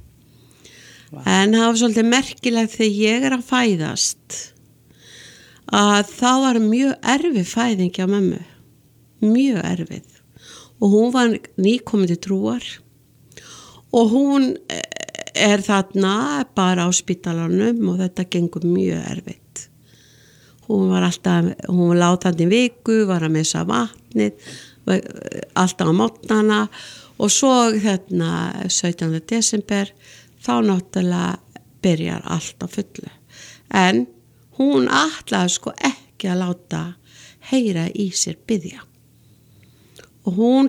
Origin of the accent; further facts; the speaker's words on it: Reykjavík, Capital Region, Iceland; Reykjavík og … og ég alinn upp á Njálsgötu 17. Þar bjó ég og bara yndislegu tími og ólst þar upp